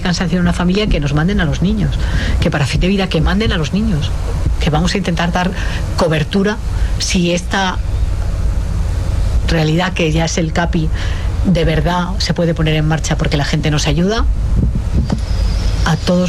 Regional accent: León, Castile and León, Spain; Yo soy leonesa, en León la unidad de paliativos está en Valladolid

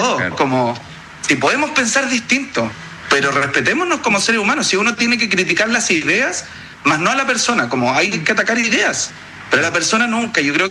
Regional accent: Santiago, Santiago Metropolitan, Chile; Y yo estoy ahora en la ciudad de Puerto Natales, yo soy de Santiago, trabajo en la comuna de Pedro Aguirre Cerda

